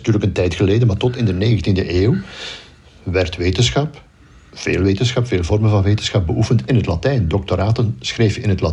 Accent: Poperinge, Flanders, Belgium; Ja, ik ben opgegroeid in Poperingen, in de Verre

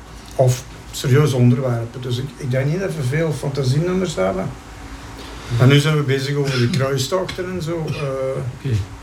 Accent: Diepenbeek, Flanders, Belgium; Ik ben van Diepenbeek.

